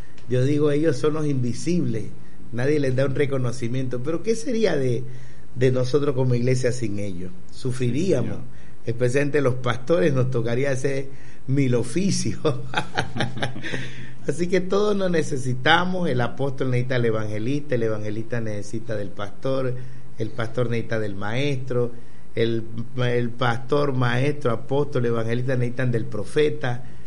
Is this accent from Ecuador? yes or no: yes; Ecuador; now in Esmeraldas, Ecuador; Soy de Ecuador. Estoy en la ciudad de Esmeralda, en la cabecera cantonal y también en la cabecera o en la ciudad principal de esa provincia